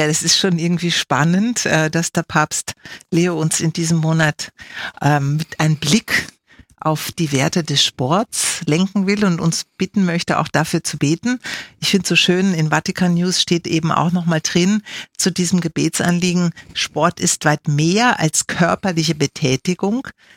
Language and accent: German; Germany; accent: German; now in Austria; Man hört ja an meinem Akzent, dass ich ursprünglich aus Deutschland komme.